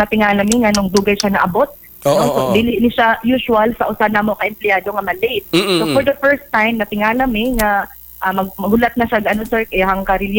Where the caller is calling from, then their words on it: Cotabato City, Soccsksargen, Philippines; Tagalog kami sa Cotabato City, but of course, I can speak Bisaya.